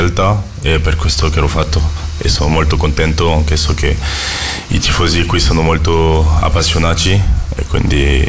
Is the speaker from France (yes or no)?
yes; France; now in Florence, Italy; anche perché sono francese